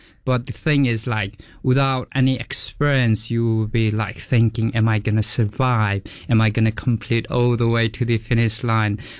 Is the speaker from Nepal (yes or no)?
yes; Nepal; born or raised there; now in Scotland, United Kingdom